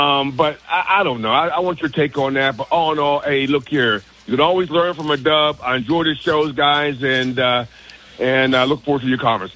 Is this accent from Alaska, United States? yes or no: no; Pittsburgh, Pennsylvania, United States; now in Virginia, United States; I'm from Pittsburgh, old school Hill District guy, man. I'm in Homewood, man, but I served my country in the United States Air Force, and I decided to stay here in Virginia, man, and raise my family down here.